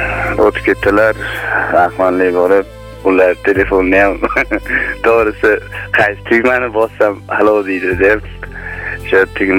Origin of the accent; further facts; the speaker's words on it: Shahrixon, Andijan Region, Uzbekistan; now in Tashkent Region, Uzbekistan; Men aslida Andijon viloyati Shahrixon shahrida tug'ilib o'sganman. Hozirda Toshkent viloyatida turaman.